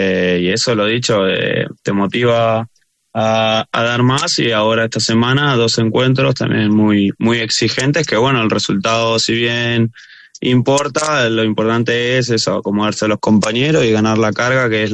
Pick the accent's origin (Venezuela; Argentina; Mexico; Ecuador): Argentina; accent: Argentine; now in Spain